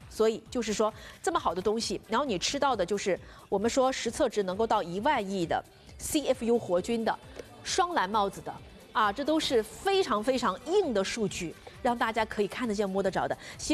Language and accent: Chinese; China; 这个菌本身就是我们黄种人或者说我们中国人的原住民